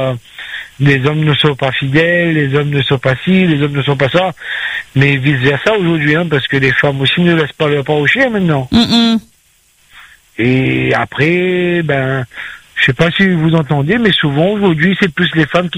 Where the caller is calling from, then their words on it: Réunion; moi je suis de l'Est. Je suis entre Sainte-Rose et Saint-Benoît.